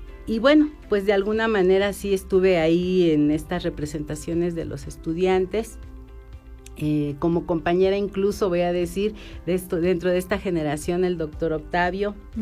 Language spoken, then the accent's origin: Spanish; Tulancingo, Hidalgo, Mexico; moved away; porque soy originaria de Tulancingo